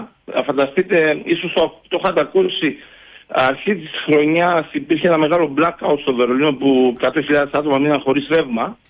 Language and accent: Greek; Greece; now in Berlin, Germany; Δείξαμε σαν Έλληνες ότι είμαστε εκεί